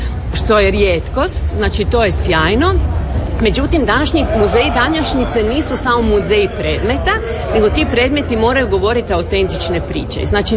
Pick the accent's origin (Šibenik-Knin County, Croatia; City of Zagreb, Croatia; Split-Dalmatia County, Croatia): City of Zagreb, Croatia; Zagreb; ja nisam odavdje, ja sam Zagrepčanka